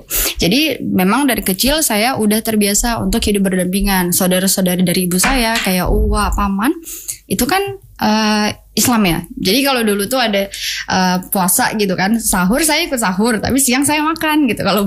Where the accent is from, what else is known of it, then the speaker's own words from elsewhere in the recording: Sumatra, Indonesia; moved away as an adult; Saya bayangan saya dari Sumatera nih ya, orang daerah. Kalau kuliah di Jakarta tuh kayak yang di FTP-FTP gitu, pakai rok pendek.